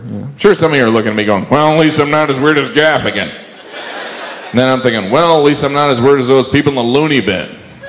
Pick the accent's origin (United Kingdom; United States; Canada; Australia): United Kingdom; accent: British; And don't be thrown by my British accent.